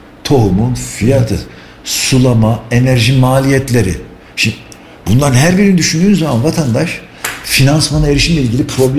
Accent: Felahiye, Kayseri, Turkey

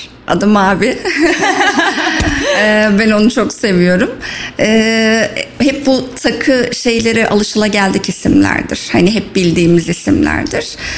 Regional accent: İskenderun, Hatay, Turkey; moved away as an adult; also born or lived in Gaziantep; now in Kayseri, Turkey; aslen Antepli, Gaziantepli. Doğma büyüme İskenderunlu. 85 doğumluyum. Evliyim. 22 yıldır Kayseri'deyim. Oh, artık maşallah. Kayserili oldum.

